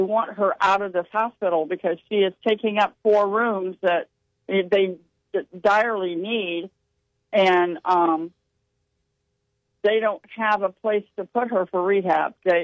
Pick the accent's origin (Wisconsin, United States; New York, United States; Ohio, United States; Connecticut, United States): Ohio, United States; moved away as an adult; now in Nashville, United States; So I'm born and raised in Ohio. I went to college. One of my colleges, I went to Ohio, but I live in Nashville now.